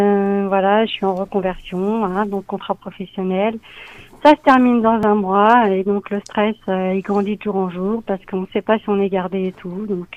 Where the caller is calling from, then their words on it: Brittany, France; J'appelle de Bretagne, là où il pleut.